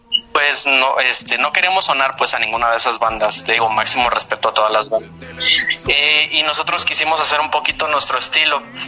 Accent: La Paz, Baja California Sur, Mexico; somos de La Paz, acá Baja California

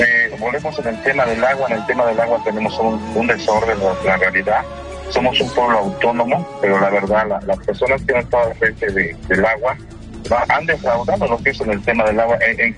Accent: San Martín Cuautlalpan, State of Mexico, Mexico; Somos San Martín Cuautlalpan, es el pueblo más grande del municipio de Chalco, pero un poquito lo que es olvidado.

